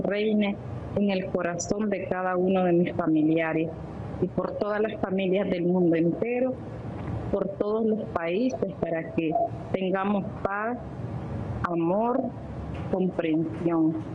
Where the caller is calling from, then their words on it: Matagalpa, Nicaragua; Soy de Matagalpa.